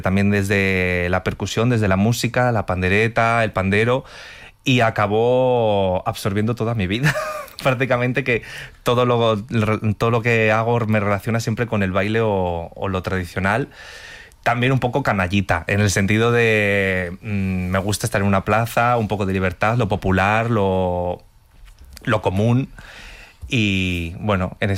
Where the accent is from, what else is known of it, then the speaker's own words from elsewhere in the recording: Valladolid, Castile and León, Spain; moved away; also born or lived in Seville; me fui de mi tierra, que yo soy de Valladolid.